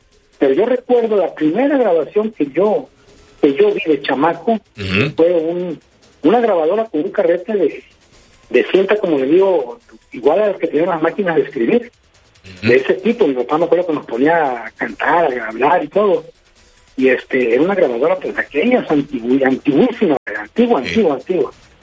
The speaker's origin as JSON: {"language": "Spanish", "town": "Lerdo de Tejada", "region": "Veracruz", "country": "Mexico", "moved": "as an adult", "lives_now": "Ciudad Juárez, Mexico", "said": "Yo soy el Lerdo de Tejada, nada más que ya tengo 37 años viviendo acá."}